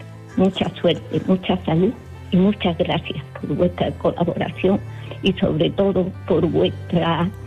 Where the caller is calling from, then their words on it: Málaga, Andalusia, Spain; Llamo desde Málaga